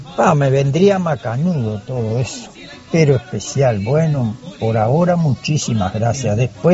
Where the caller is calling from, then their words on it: Sarandí Grande, Florida, Uruguay; Acá en Sarandí Grande está recontra nublado, está horrible el tiempo.